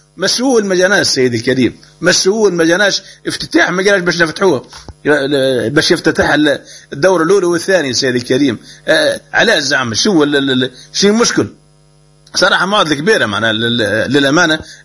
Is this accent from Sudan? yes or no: no; Tataouine Governorate, Tunisia; born there; المنطقة مسقط راسي